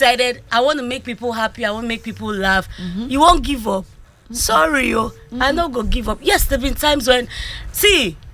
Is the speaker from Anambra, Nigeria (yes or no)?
no; Lagos, Nigeria; now in Ghana; I grew up in Lagos.